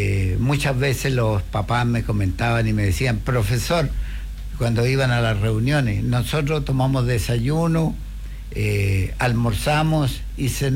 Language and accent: Spanish; Chillán, Ñuble, Chile; born there; moved away as an adult; now in Patagonia, Chile; yo soy un guaso chillanejo, digo yo, porque nací en Chillán.